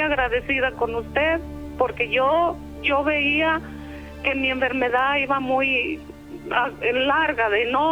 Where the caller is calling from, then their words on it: Zacualco de Torres, Jalisco, Mexico; Yo le llamo de Zacualco de Torres.